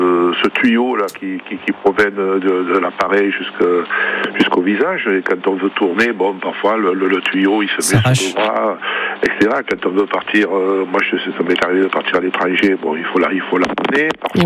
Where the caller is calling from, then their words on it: Paris, Île-de-France, France; je suis à Paris là, depuis à peu près 20 ans.